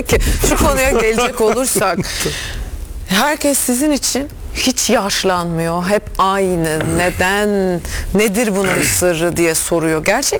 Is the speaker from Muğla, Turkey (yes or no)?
yes; Muğla, Turkey